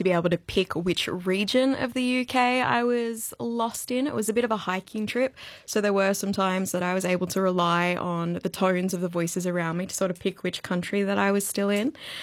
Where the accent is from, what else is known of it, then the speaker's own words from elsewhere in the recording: Sydney, New South Wales, Australia; found out that it was also from Sydney.